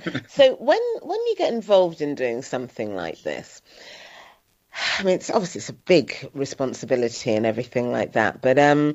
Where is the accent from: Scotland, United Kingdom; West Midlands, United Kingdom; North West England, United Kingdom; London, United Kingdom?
West Midlands, United Kingdom; Coventry; So I come from Coventry originally.